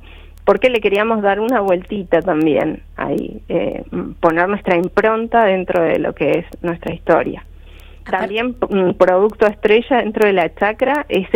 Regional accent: Los Antiguos, Santa Cruz, Argentina; born there; also born or lived in Río Gallegos; Yo volví a mi pueblo

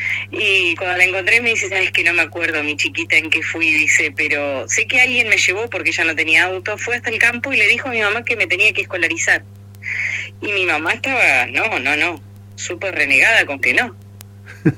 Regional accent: Chubut, Argentina; also born or lived in Trelew; fue por distintos lugares, mi secundaria, que fue por distintos pueblos de Chubut, hasta que un día me vine acá a la ciudad de Trelew y termino los últimos años de secundaria

